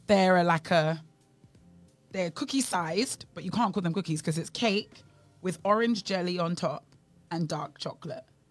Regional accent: United Kingdom; moved away; By the way, I'm British. If I say certain words differently, accept it.

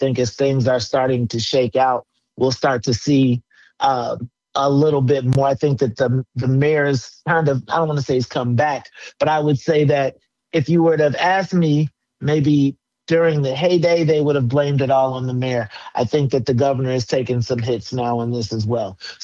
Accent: Chicago, Illinois, United States; I'm from Chicago

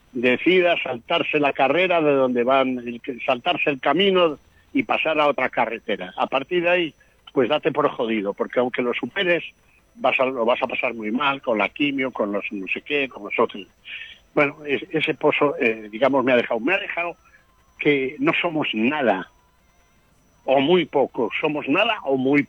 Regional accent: Spain; yo soy español, obviamente

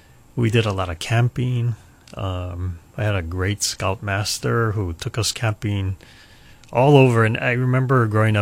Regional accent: Hilo, Hawaii, United States; when growing up in Hilo

